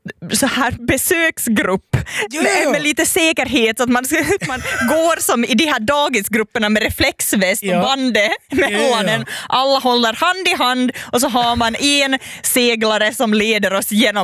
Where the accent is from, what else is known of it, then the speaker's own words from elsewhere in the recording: Jakobstad, Ostrobothnia, Finland; Jag är ju österbottning, jag kommer liksom från, jag är bott ändå i Jakobstad centrum och aldrig liksom på det sättet varit bonde eller kört traktor.